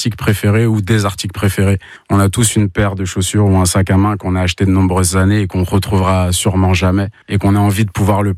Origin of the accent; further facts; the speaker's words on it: Paris, Île-de-France, France; now in Mayenne, France; D'une, parce que en tant que Parisien, c'est pas facile les premiers temps quand on arrive, puisque contrairement à Paris, ici faut pas faire trop de bruit.